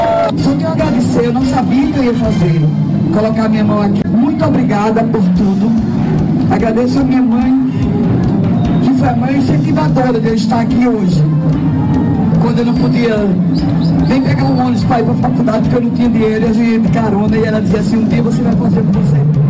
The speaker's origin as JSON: {"language": "Portuguese", "region": "Paraíba", "country": "Brazil", "said": "Sou paraibana"}